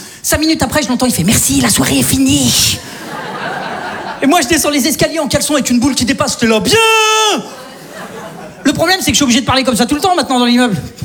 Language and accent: French; Saint-Étienne, Auvergne-Rhône-Alpes, France; Tu vois, moi, je viens de Saint-Étienne. Tu vois. Globalement, chez nous, t'as faim, tu prends une arbalète, tu vas chasser